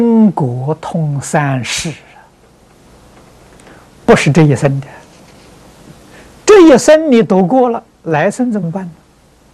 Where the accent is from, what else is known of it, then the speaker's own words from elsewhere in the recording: China; 也是我们中国人常讲的博弈之财。